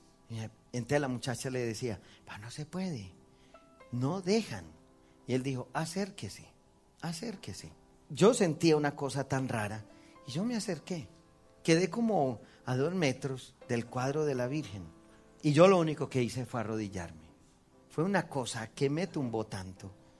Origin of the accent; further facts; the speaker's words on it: Colombia; Y yo dije, yo vengo de Colombia, los colombianos estamos locos, los carismáticos estamos...